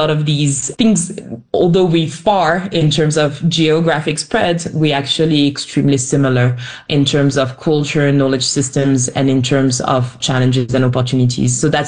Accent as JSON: {"language": "English", "country": "France", "tie": "born or raised there", "also_born_or_lived": "Barbados / Japan / United States / United Kingdom", "moved": "as an adult", "said": "They managed to immigrate to France, and this is how I was born and educated in France."}